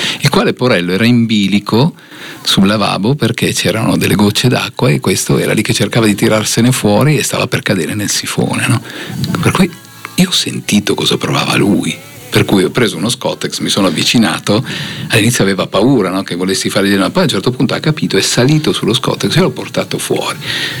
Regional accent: Piedmont, Italy; Però provengo dalla provincia di Vercelli.

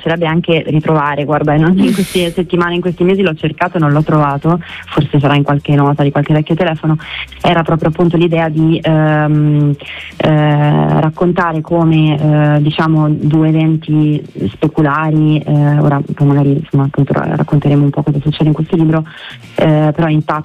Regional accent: Sarzana, Liguria, Italy; also born or lived in Carrara; now in Rome, Italy; la zona in cui io sono nata a Carrara, ma sono cresciuta a Sarzana, quindi nella Val di Magra, che è un posto bellissimo, meraviglioso, molto umido, e quindi io faccio sempre esperienza di questo passaggio quando da Roma torno a Sarzana

